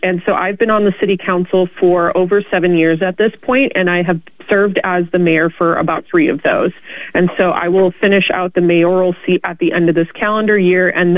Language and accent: English; Wisconsin, United States; moved away as an adult; now in Dunsmuir, United States; I actually moved to the region in 2016 from the Midwest. I'm originally from Wisconsin, and I had moved out.